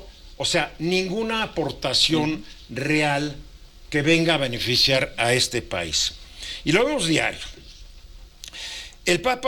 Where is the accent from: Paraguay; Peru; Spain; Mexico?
Mexico; Mexico City; born there; No, no, yo nací en la Ciudad de México, hijo, nieto, bisnieto, tataranieto de chiapanecos.